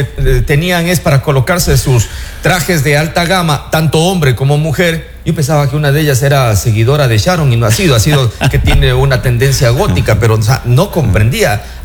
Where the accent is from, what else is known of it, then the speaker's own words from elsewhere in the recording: Ecuador; nosotros como ecuatorianos